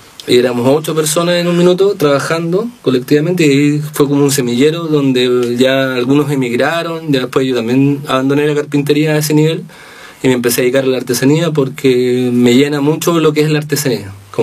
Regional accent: Santiago, Santiago Metropolitan Region, Chile; now in Maule, Chile; Igual yo vengo de Santiago

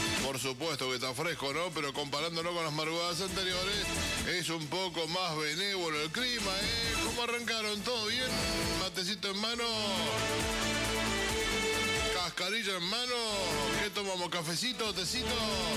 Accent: Argentina; Somos bárbaros, somos especiales, somos únicos los argentinos.

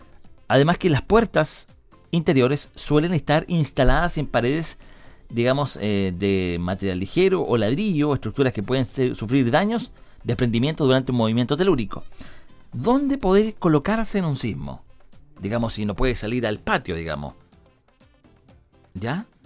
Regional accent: Chile; uno como chileno

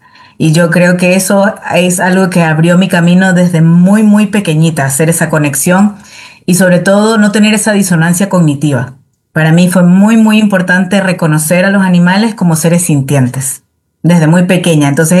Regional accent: Guayaquil, Guayas, Ecuador; yo tuve la fortuna de poder crecer frente al río. Inclusive ya más grande teníamos una casa que daba también al río ya en la ciudad, en la parte urbana, pero que se asomaba el gran río Guayas justo a esas casas

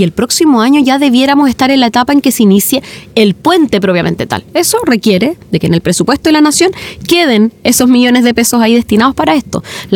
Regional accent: Valdivia, Los Ríos, Chile

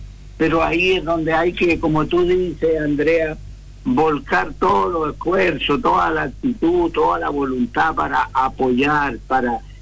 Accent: Coyhaique, Aysén, Chile; yo soy de Coyhaique

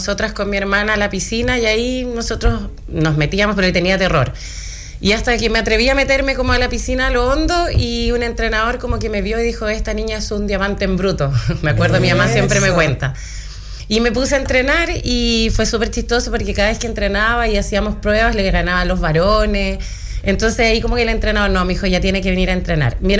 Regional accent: Rancagua, O'Higgins, Chile; now in Los Ángeles, Chile; Uy, oriunda de Rancagua, pero yo creo que ya soy más angelina. 23 años. 22 años viviendo acá en Los Ángeles.

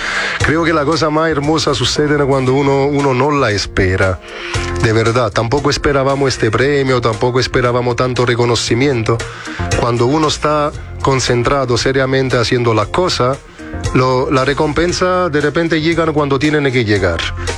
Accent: Naples, Campania, Italy; now in Chile; vengo de Nápoles y ahí somos un poco trogloditas respecto a la tecnología. Aprendí en Chile la importancia de la red social.

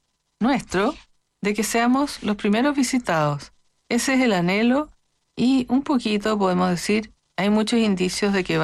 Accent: Uruguay; Santo Padre, lo esperamos, venimos de Uruguay.

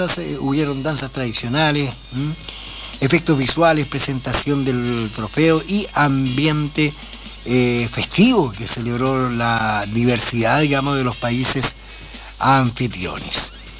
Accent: Chile; varios chilenos como que estamos un poco desconectados últimamente.

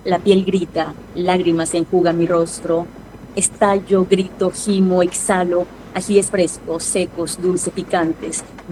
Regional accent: Caribbean Region, Colombia; born there; now in Barranquilla, Colombia; yo no soy barranquillera, yo nací en la Sabana del Caribe, pero esta es mi segunda patria. Soy hija adoptiva de Barranquilla

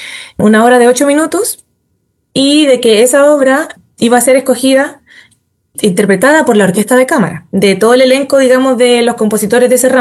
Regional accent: Osorno, Los Lagos, Chile; es de mi pueblo, de Osorno.

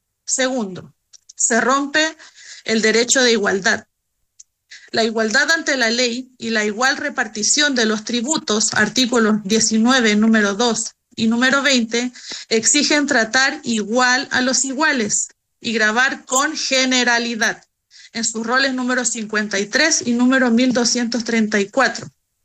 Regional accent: Chile; now in Alto Hospicio, Chile; pero somos chilenos.

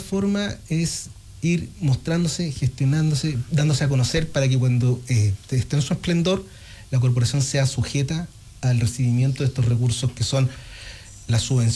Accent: Coyhaique, Aysén, Chile; los que somos de Coyhaique, los que llevamos mucho tiempo viendo Coyhaique

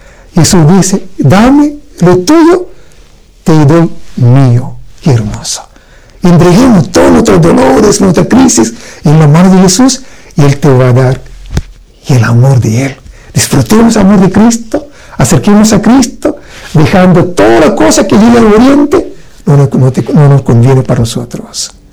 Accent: India; Tristemente, queridos hermanos, yo soy un sacerdote de la India, le voy a tomar un tiempecito.

